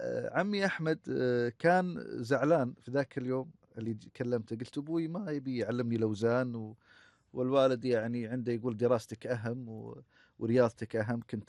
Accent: Kuwait

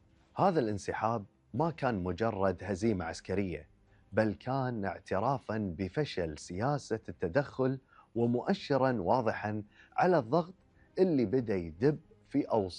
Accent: Kuwait; ديرتنا الكويت

